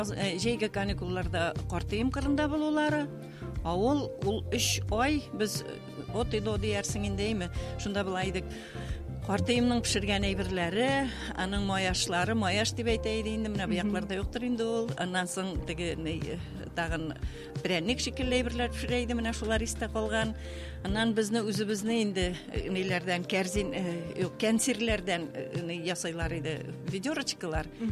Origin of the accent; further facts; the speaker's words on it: Bashkortostan, Russia; also born or lived in Ufa; Менә мин Башкортстан дигән сүздән Уфа каласында туганмын. Вообще-то. Шуннан соң менә Уфа кызы дип әйтергә дә була. Аннан соң инде безнең әниләр, әтиләр өнеге Кушнарин районына күчеп килгәннәр.